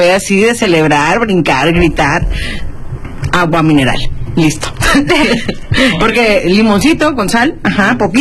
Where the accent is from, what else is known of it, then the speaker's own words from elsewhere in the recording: Baja California Sur, Mexico; estuve exponiendo junto con otros 20 artistas sudcalifornianos